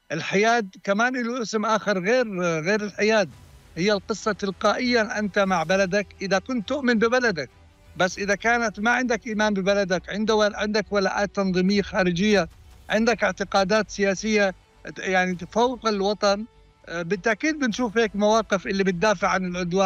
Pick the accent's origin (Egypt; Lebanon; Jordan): Jordan; عندنا بالأردن